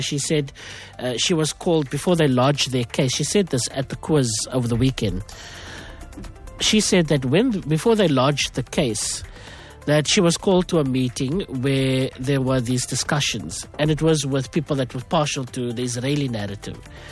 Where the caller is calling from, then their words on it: South Africa